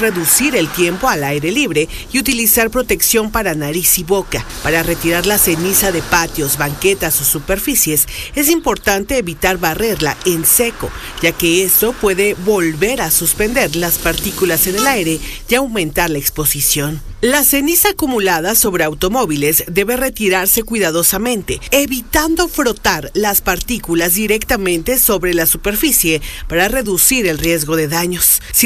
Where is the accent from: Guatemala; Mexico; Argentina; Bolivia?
Mexico; nos compete a todos como mexicanos